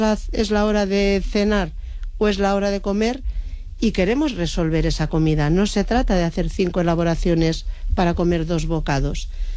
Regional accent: Lleida, Catalonia, Spain; yo soy de Lleida, entonces el día que hay un nubarrón ya estamos preparando las bolsas y las botas para ir a por caracoles.

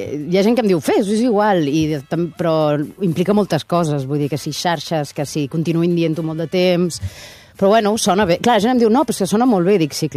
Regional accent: Barcelona, Catalonia, Spain; also born or lived in Oviedo; arribar aquí a Barcelona, a Catalunya, quan tenia un any. Llavors, el d'Oviedo sempre és anecdòtic, però no sóc d'Oviedo, realment. Ho poso el DNI prou.

